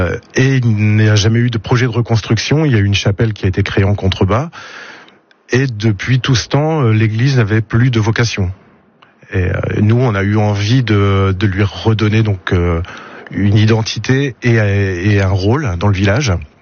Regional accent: Hauts-de-France, France; now in L'Étoile, France; je viens historiquement du Vimeux, où là aussi il y a un passé industriel important

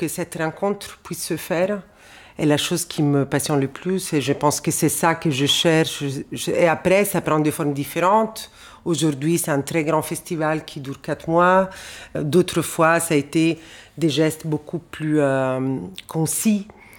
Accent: Rome, Lazio, Italy; Moi, j'ai grandi à Rome et j'étais adolescente, disons, dans les années 90

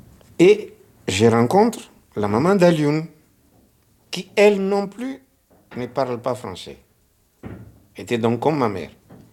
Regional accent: Madagascar

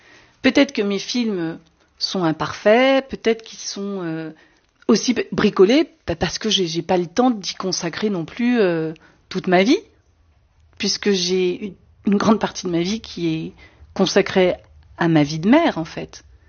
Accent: France; Bon, j'ai un peu de sang italien, et mais voilà, je suis quand même assez privilégiée à un endroit de voilà d'une famille française tradie

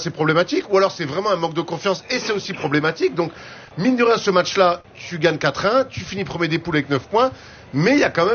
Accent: Brest, Brittany, France; je suis breton quand même, et brestois.

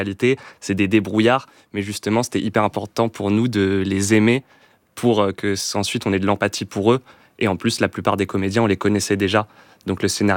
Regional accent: Nantes, Pays de la Loire, France; Alors nous, on vient de Nantes et depuis toujours, on est très attaché à la Bretagne en fait. Non, ce n'est pas en Bretagne, mais nos familles, on a nos grands-parents tous les deux en Bretagne, dans le nord et le sud.

